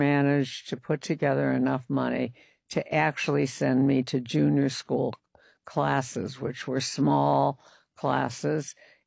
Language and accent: English; Chicago, Illinois, United States; And I grew up in Chicago at 5.